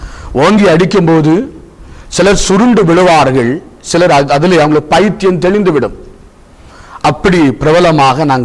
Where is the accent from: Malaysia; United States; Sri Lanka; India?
India; Kollancode, Tamil Nadu; born or raised there